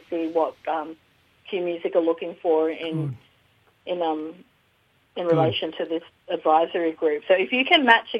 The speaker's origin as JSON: {"language": "English", "region": "Queensland", "country": "Australia", "said": "I'm a Cubby Cubby, Bayili, Birri and Southsea Island woman, and I live in Redcliffe on my father's country"}